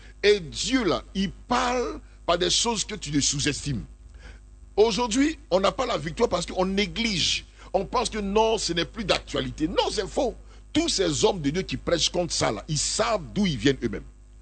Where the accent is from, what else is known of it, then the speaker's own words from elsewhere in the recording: Côte d’Ivoire; Mon origine, c'est la Côte d'Ivoire. Mon origine, là, c'est la Côte d'Ivoire.